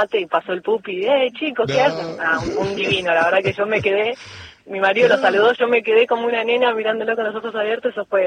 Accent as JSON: {"language": "Spanish", "region": "Geneva", "country": "Switzerland", "tie": "born or raised there", "said": "Yo de chica, ya te digo, en Suiza, que pude arrancar a los 8 o 9 años, en un club de barrio, obviamente éramos un equipo de toda la zona"}